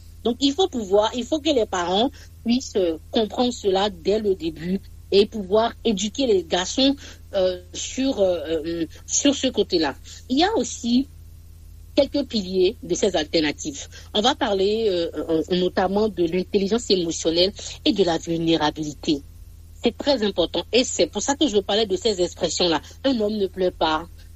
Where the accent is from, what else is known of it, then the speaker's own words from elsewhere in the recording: Benin; chez nous, en Afrique, particulièrement au Bénin